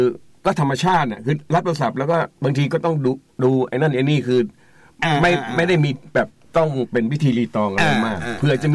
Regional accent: Nonthaburi, Thailand; ไอ้เราก็เป็นคนนนทบุรี

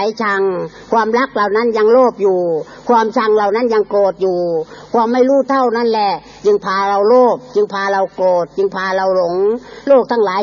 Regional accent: Isan, Thailand; อาตมาก็เคยนั่งสมาธิอยู่เชียงใหม่3เดือนอาตมาอธิษฐานพูดกับเจ้าอาวาสท่านอาจารย์ผมมาจากอีสานผมมาบำเพ็ญอยู่เชียงใหม่

